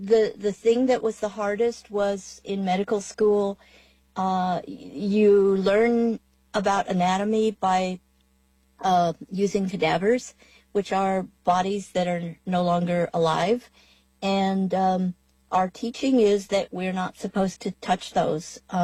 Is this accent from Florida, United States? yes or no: no; Crown Point, New Mexico, United States; now in Prosser, United States; and I am originally from Crown Point, New Mexico, and currently live in Prosser.